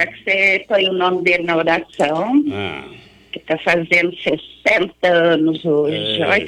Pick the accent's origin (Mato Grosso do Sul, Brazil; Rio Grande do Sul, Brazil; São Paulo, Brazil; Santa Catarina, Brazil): São Paulo, Brazil; Pedregulho; born there; Eu nasci em Pedregulho